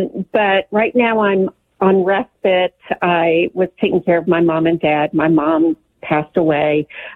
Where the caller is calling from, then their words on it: Costa Mesa, California, United States; I was in Southern California in the late 60s, early 70s in Costa Mesa.